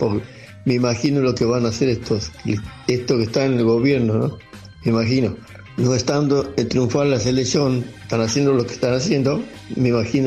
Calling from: Suncho Corral, Santiago del Estero, Argentina; de Suncho Corral, Santiago del Estero.

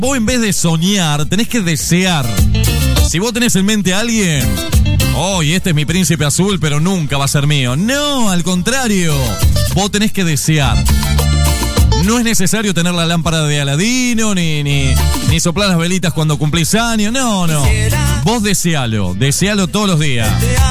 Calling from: Urdampilleta, Buenos Aires Province, Argentina; de Urdampillita. Acá andamos con mi viejo en el campo, disqueando.

